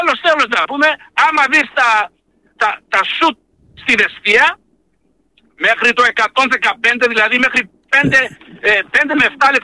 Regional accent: Eastern Macedonia and Thrace, Greece; Πρώτα είμαι Έλληνας και είμαι ποντιακής καταγωγής. Λοιπόν, και Θρακιώτης.

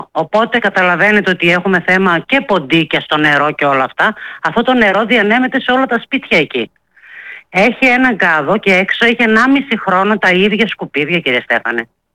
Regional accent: Potidaea, Central Macedonia, Greece; εμείς είμαστε από την Ποτίδα, ένα συνοικισμό έξω από

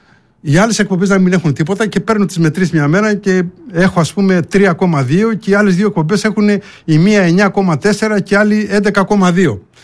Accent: Greece

